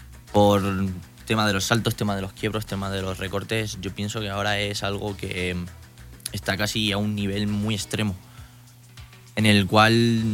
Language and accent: Spanish; Castilla-La Mancha, Spain; De un pueblecito de Toledo.